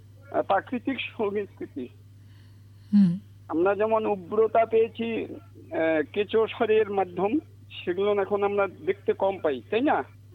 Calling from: India; মেকলিমাস block Ranihat থেকে

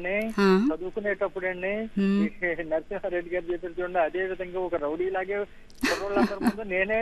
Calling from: Hyderabad, Telangana, India; జూబ్లీహిల్స్ నుంచి మాట్లాడుతున్నానండి.

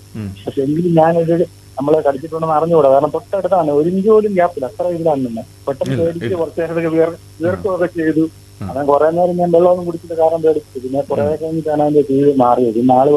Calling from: Malayankara, Kerala, India

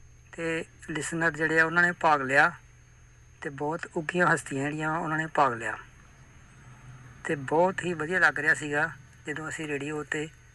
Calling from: Amritsar, Punjab, India; ਮੈਂ ਅੰਮ੍ਰਿਤਸਰ ਤੋਂ

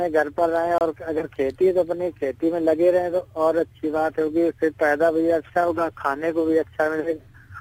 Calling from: Akbarpur, Uttar Pradesh, India

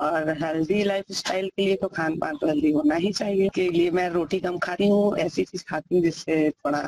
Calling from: Varanasi, Uttar Pradesh, India; बनारस लहर तारा बनारस से बोल रहे हैं

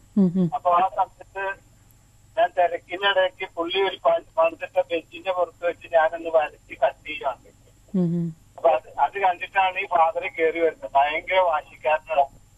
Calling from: Aluva, Kerala, India; ഞാൻ ആലുവ.

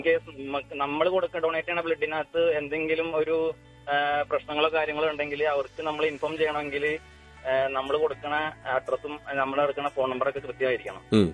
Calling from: Vazhakulam, Kerala, India; എന്റെ വീട് വാഴക്കുളം, സൗത്ത് വാഴക്കുളം.

